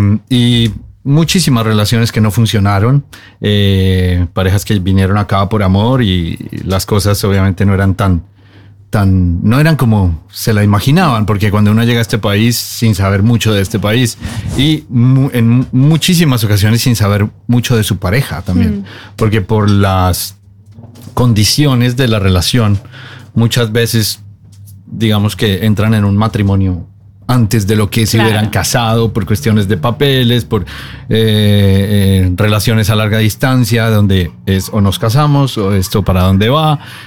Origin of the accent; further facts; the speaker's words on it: Bogotá, Colombia; now in Norway; Ella es de Oslo, yo soy colombiano, soy de Bogotá. Y a través de los años, cuando llegamos acá, empezamos a hacer nuestro grupo de amigos